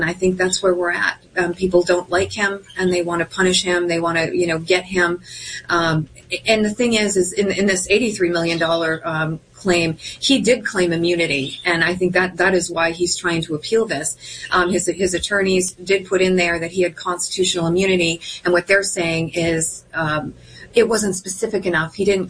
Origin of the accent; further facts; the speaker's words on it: United States; It's deeply concerning as an American to watch this happen.